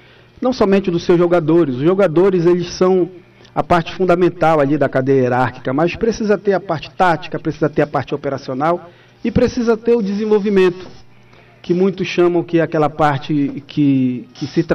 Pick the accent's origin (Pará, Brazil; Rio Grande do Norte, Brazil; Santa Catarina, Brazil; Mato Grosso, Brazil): Pará, Brazil; não somente minha enquanto paraense, mas como vivente daqui, dessa terra aqui do estado do Pará